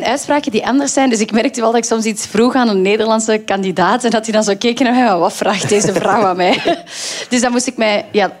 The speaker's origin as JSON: {"language": "Dutch", "town": "Antwerp", "region": "Flanders", "country": "Belgium", "accent": "Antwerps"}